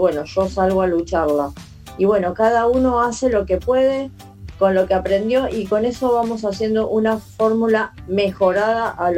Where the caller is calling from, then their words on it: Argentina; de Tusengó.